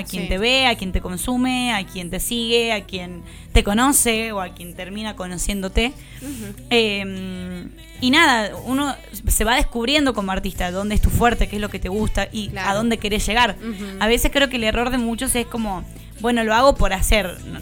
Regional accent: Argentina

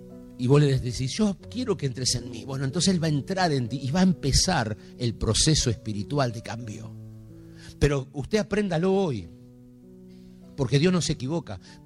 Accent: Argentina

